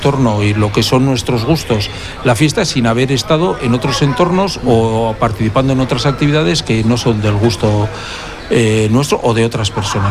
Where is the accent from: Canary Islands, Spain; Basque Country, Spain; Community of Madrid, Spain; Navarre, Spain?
Basque Country, Spain; Bilbao; como bilbaíno que soy, siempre con intensidad, pero con tranquilidad también. Por ser también un bilbaíno que ya ha dado el cabo de hornos de los 60 años